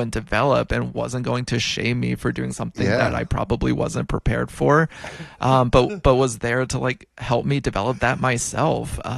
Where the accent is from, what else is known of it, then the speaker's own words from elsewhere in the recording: Nashville, Tennessee, United States; So I grew up in Nashville, Tennessee.